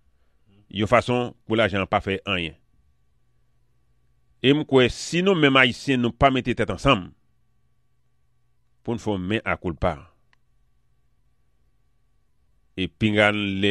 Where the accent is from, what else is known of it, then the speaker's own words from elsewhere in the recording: Haiti; Parallèle à ça, je suis haïtien en général.